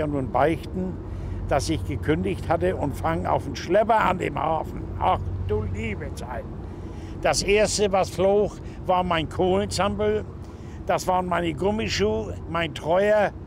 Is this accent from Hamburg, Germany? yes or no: yes; Hamburg, Germany; born there